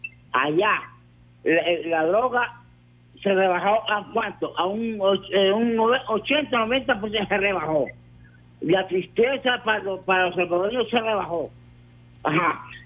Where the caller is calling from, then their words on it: Honduras; como hondureño